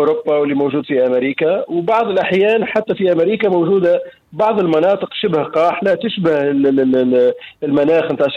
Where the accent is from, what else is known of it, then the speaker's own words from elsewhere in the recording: Tunisia; في بلادنا في الوطن تاعنا